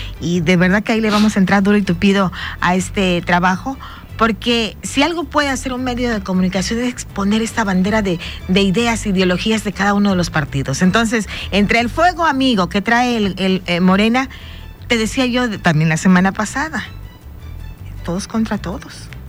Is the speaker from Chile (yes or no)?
no; Mexico; porque soy mexicana